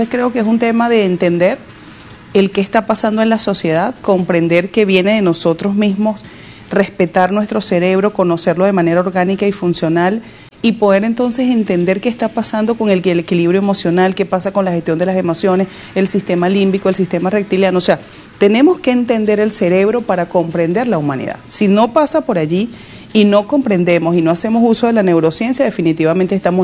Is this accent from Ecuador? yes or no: no; Venezuela